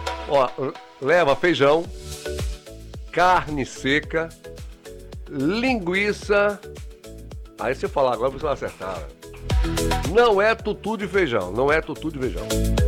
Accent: Bahia, Brazil; Direto da Bahia, também sou de Bahia. Salvador

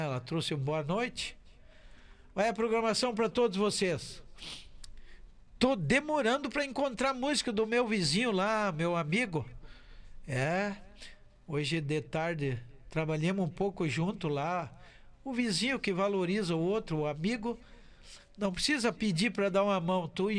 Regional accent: Sarandi, Rio Grande do Sul, Brazil; also born or lived in Liberato Salzano; Eu, a minha terra é Sarandi e Liberato Salzano

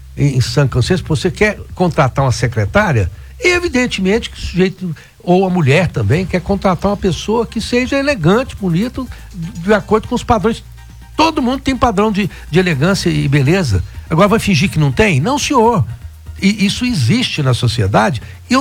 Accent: Rio Verde, Goiás, Brazil; born there; Eu sou fruto do meio. Eu sou uma pessoa que vim de Rio Verde e cresci dentro de um conteúdo social, o qual eu não finjo que não pertenço a ele.

